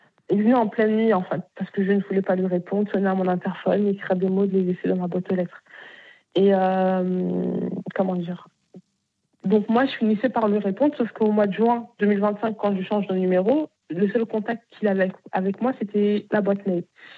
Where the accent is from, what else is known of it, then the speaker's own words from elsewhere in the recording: Bagneux, Île-de-France, France; Parce que moi, je viens de Bagneux.